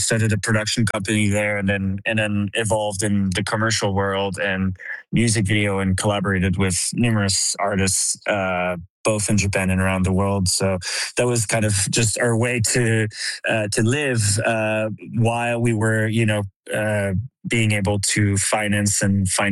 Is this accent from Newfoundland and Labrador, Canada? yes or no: no; Quebec, Canada; I mean, I feel like, just growing up in Quebec and with the understanding of, like, First Nation